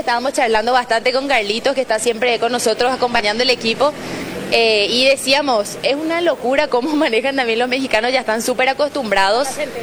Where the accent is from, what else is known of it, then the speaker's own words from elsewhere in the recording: Paraguay; nosotros somos de Paraguay.